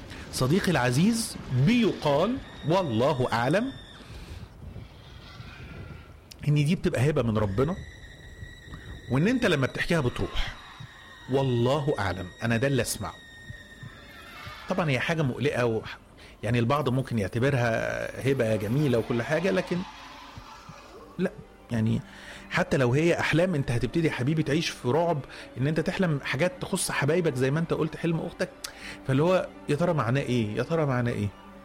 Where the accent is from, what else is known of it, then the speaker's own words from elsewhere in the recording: Zagazig, Sharqia Governorate, Egypt; عندي 37 سنه، انا من الزقازيق، ولو في حد من عندنا من الشرقيه يا ريت يثبت حضوره